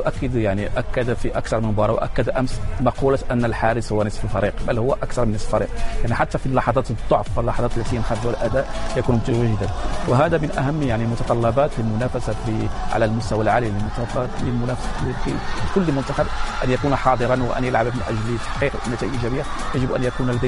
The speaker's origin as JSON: {"language": "Arabic", "country": "Morocco", "said": "أنا كمواطن مغربي يعني فخور جدا بهذا المنتخب"}